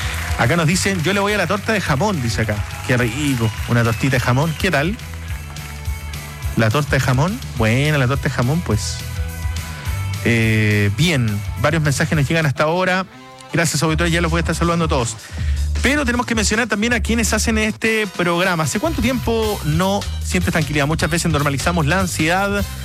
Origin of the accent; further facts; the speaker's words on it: San Juan, Argentina; Hola, soy argentino de San Juan, hace poco los escucho muy bien la radio … estoy en Cartagena